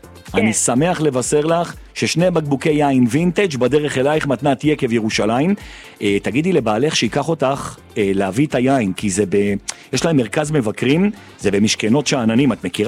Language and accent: Hebrew; Jerusalem, Jerusalem District, Israel; כי גם אני